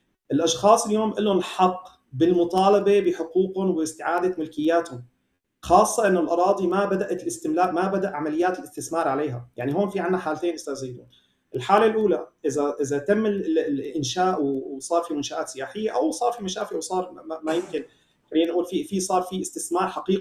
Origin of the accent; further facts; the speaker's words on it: Syria; نحن كسوريين